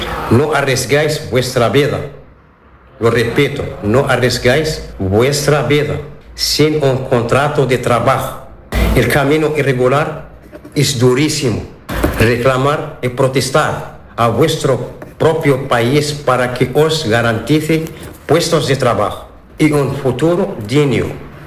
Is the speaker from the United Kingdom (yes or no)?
no; Morocco; Spanish is a second language; moved away as an adult; now in Plasencia, Spain; Como soy marroquí, amazir, la etnia bereber, mi identidad sigue muy viva en mí.